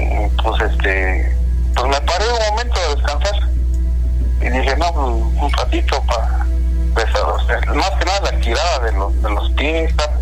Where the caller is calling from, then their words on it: Querétaro, Mexico; De aquí, de todo, de Querétaro.